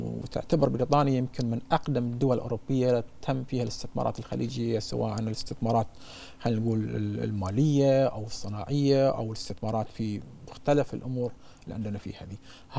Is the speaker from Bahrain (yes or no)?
yes; Bahrain; عندنا في البحرين